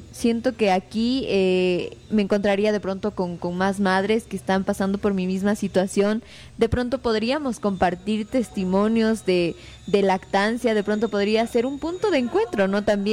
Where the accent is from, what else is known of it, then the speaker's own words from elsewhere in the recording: Ambato, Tungurahua, Ecuador; yo vengo de Ambato